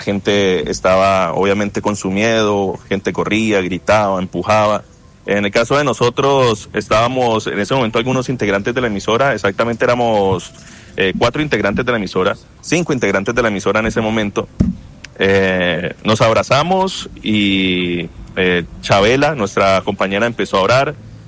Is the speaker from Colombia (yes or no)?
yes; Cali, Valle del Cauca, Colombia